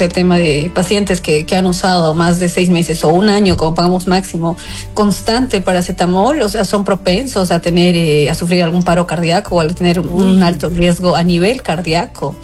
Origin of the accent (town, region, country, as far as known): La Paz, Bolivia